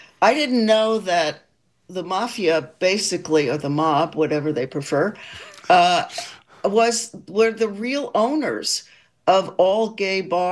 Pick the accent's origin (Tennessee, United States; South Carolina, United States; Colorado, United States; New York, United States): New York, United States; I grew up in New York, and I have to say I was pretty naive about what was going on.